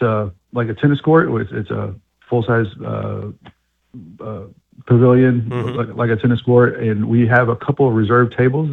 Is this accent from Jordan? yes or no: yes; Jordan; now in United States; My home country, Jordan